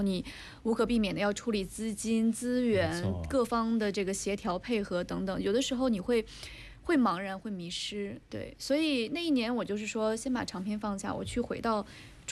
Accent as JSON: {"language": "Chinese", "town": "Harbin", "region": "Heilongjiang", "country": "China", "tie": "born or raised there", "said": "我就是哈尔滨人"}